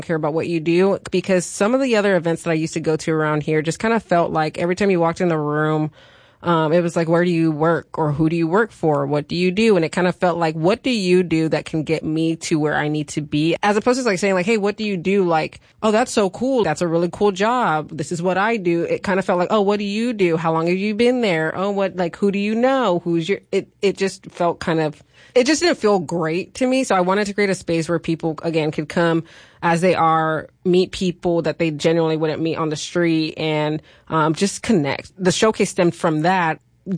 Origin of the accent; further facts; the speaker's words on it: California, United States; I grew up in California.